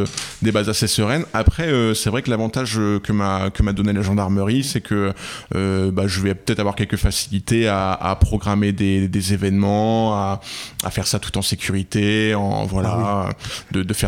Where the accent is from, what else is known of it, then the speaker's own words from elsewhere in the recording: Brittany, France; moved away as an adult; now in Gers, France; Moi, je suis originaire de Bretagne et puis ma femme du Grand Est.